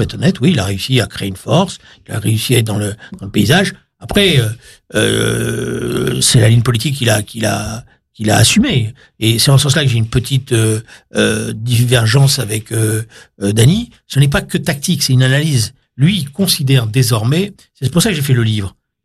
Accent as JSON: {"language": "French", "country": "Algeria", "tie": "born there", "moved": "yes", "said": "Non, c'est algérien. Algérien. Je suis né au Rang, moi, en Algérie."}